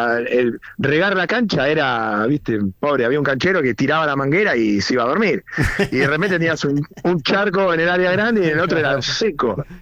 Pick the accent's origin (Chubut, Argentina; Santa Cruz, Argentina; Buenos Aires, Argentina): Buenos Aires, Argentina; yo soy de Lugano.